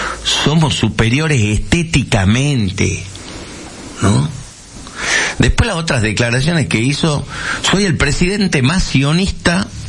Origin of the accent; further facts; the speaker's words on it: Argentina; Sus seguidores, que somos todos los argentinos